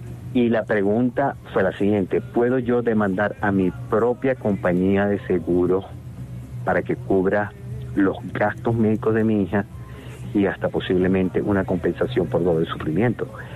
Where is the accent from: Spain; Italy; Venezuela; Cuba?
Venezuela; Y yo como venezolano